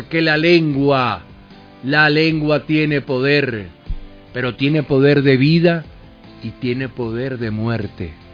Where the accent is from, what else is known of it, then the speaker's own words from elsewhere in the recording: Venezuela; born there; Nacimos en el mejor país del mundo. No existe un país como Venezuela.